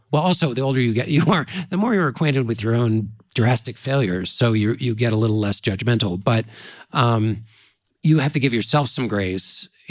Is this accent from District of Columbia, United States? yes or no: yes; Washington, District of Columbia, United States